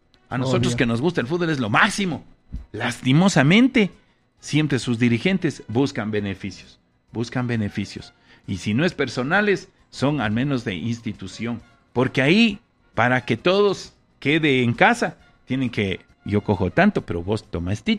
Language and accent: Spanish; Ecuador; y aceptaremos como buenos ecuatorianos.